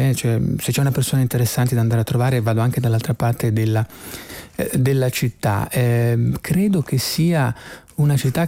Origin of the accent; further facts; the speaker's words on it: Milan, Lombardy, Italy; Io sono nato e cresciuto a Cutiotto